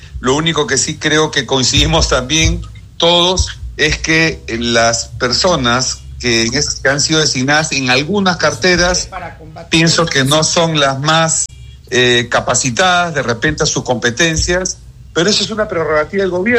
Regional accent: Peru; simplemente soy un peruano más

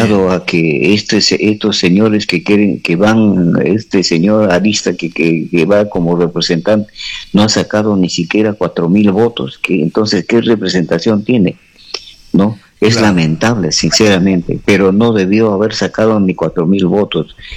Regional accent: Amazonas, Peru; como peruanos, fundamentalmente como amazonenses

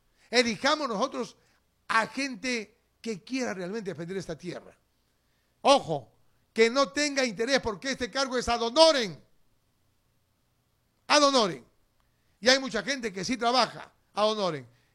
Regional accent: Chiclayo, Lambayeque, Peru; moved away as an adult; now in Utcubamba, Peru; Así, chiclayano, de nacimiento. Yo quiero a mi tierra Chiclayo, correcto, no puede ser que no. Ahí he nacido, he crecido, he estudiado, me he formado y he venido acá después a trabajar.

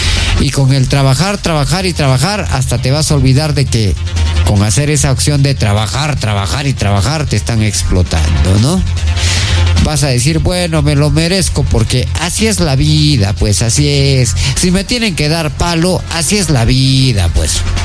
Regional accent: Peru

